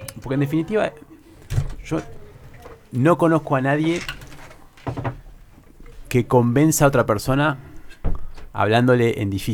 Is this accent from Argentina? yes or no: yes; Argentina